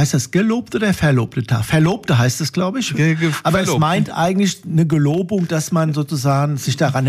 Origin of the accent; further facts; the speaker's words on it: Hesse, Germany; also ich komme aus dem Taunus, da ist das jetzt nicht so eine dolle Sache mit der Fasnacht